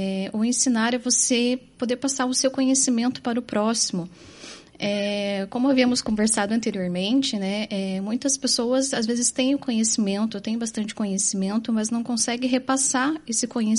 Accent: Curitiba, Paraná, Brazil; born there; Eu nasci em Curitiba.

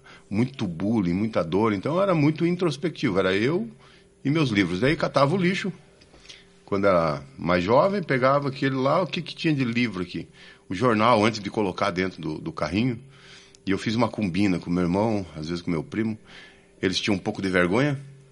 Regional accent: São João do Ivaí, Paraná, Brazil; born there; Sou paranaense. Nascido no interior do Paraná, São João do Ivaí, aquela região.

